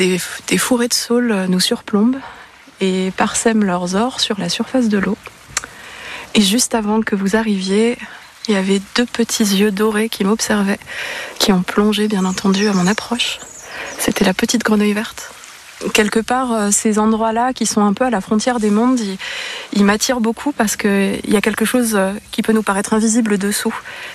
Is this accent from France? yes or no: yes; Grand Est, France; j'ai grandi en Lorraine, dans une région qui est très riche en carrières, en forêts, en milieu assez magique et insoupçonné.